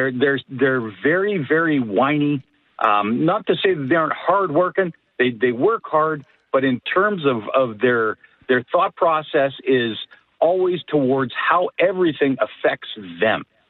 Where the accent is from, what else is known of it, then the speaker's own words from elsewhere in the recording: Calgary, Alberta, Canada; born there; moved away; I was born in Calgary. I was Alberta for quite some time.